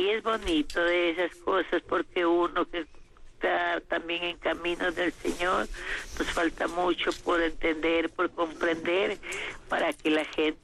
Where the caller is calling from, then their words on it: Conocoto, Pichincha, Ecuador; Desde Conocoto les estoy llamando.